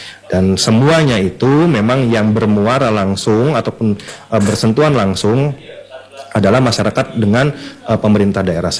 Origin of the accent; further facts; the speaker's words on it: Java, Indonesia; born there; now in Pontianak, Indonesia; saya kebetulan kan lahir di Jawa nih Pak Budi.